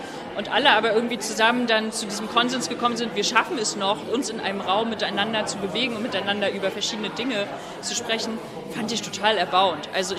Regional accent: Germany

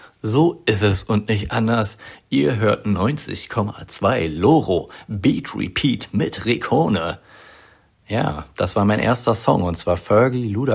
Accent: Berlin, Germany; moved away; Ich komme ja ursprünglich aus Berlin, aber verrate es keinem.

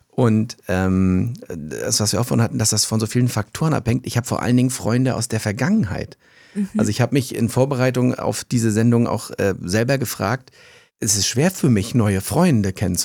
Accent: Rostock, Mecklenburg-Vorpommern, Germany; Also wir kommen aus dem gleichen Ort, ne? Wir kommen aus Rostock.

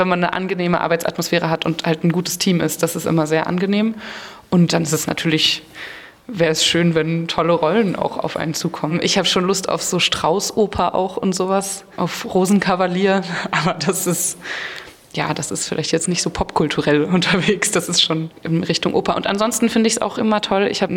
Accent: Neustrelitz, Mecklenburg-Vorpommern, Germany; Ja, ich habe hier in Rostock schon studiert an der HMT und ich komme aus Neustrelitz.

